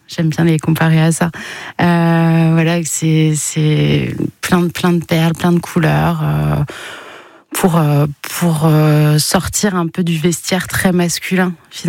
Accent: Strasbourg, Grand Est, France; now in Bayonne-Anglet-Biarritz, France; je viens de Strasbourg et chez moi on dit au bab pour dire oh punaise ou waouh c'est trop stylé.

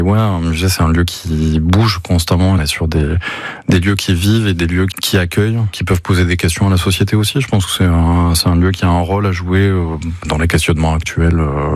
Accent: Montpellier, Occitanie, France; moved away as an adult; also born or lived in Aveyron / Paris; now in Limousin, France; J'ai grandi du côté de Montpellier

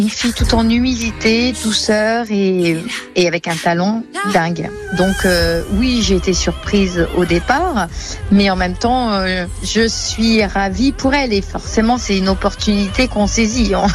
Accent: Reims, Grand Est, France; comme nous sommes de Reims

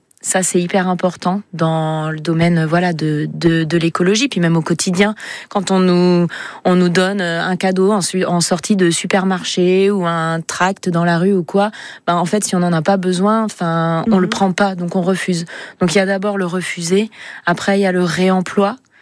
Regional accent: France; Moi, je suis française.

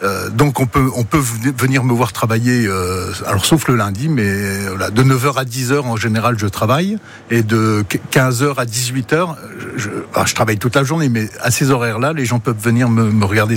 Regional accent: Baccarat, Grand Est, France; born there; Je suis né à Baccarat.

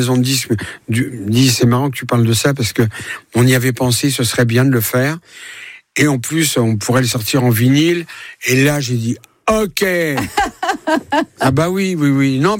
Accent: Guadeloupe, France; C'était une reconnaissance, par exemple, pour mon pays d'origine, mon île d'origine, la Guadeloupe.

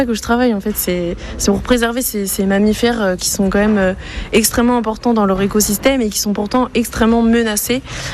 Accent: Brest, Brittany, France; J'ai grandi à Brest

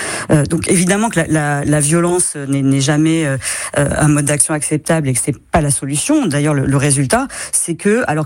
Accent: Occitanie, France; chez nous en Occitanie

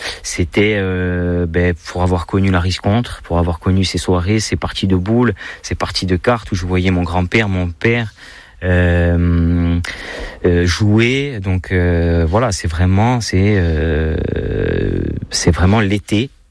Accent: Ocana, Corsica, France; Par mon père, donc je suis d'Ocana, donc du sud de la Corse, mais par ma mère, donc, et surtout ma grand-mère, donc on est de Scala.

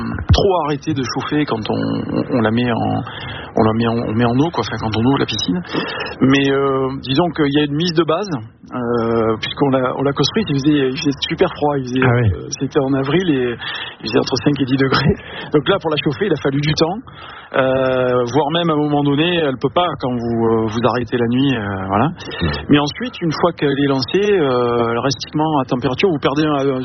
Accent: south of France, France; now in North of France; Eh oui, absolument. Ah ouais, je suis du Sud.

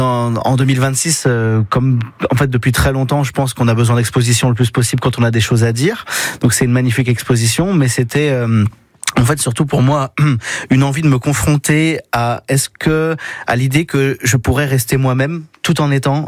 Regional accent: Saint-Étienne, Auvergne-Rhône-Alpes, France; born there; also born or lived in Lyon; now in Sainte-Colombe-sur-Gand, France; Alors, que... oui, bah, je suis né à Saint-Étienne.

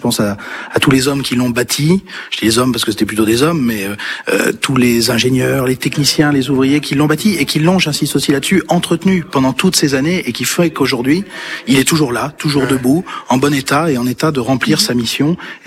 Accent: Éguzon-Chantôme, Centre-Val de Loire, France; Aiguison, pour moi, c'est tout. C'est là où j'ai grandi, c'est ma commune d'enfance, d'adolescence.

